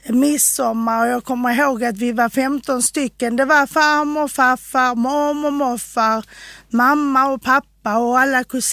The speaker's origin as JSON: {"language": "Swedish", "town": "Malmö", "region": "Skåne", "country": "Sweden", "tie": "born or raised there", "said": "Jag föddes i Malmö och bodde på Limhamnsvägen ända fram till jag flyttade hemifrån. Och det var en väldigt bra uppväxt faktiskt."}